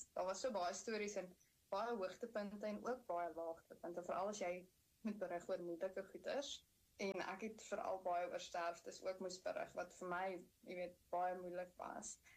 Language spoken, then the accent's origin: Afrikaans; Johannesburg, Gauteng, South Africa; moved away as an adult; now in Wellington, New Zealand; So ja, ek het my hele lewe lank in die Wesrand groot geword en gebly en selfs toe ek uit die huis uitgetrek het ook in die Wesrand gebly. En ja, ek smal oor Johannesburg en baie lief vir waar ek vandaan kom.